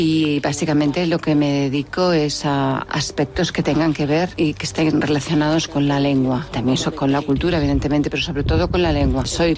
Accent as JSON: {"language": "Spanish", "town": "Les", "region": "Catalonia", "country": "Spain", "said": "Soy de Les, es un pue"}